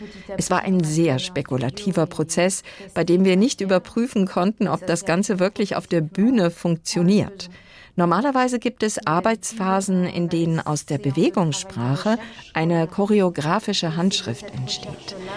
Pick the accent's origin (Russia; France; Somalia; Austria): France; German is a second language; der selbst für mich als Französin schwer zu verstehen ist